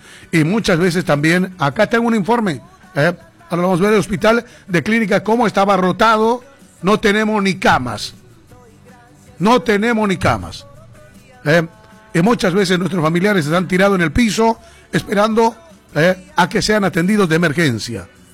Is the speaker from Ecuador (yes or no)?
no; Bolivia; now in Argentina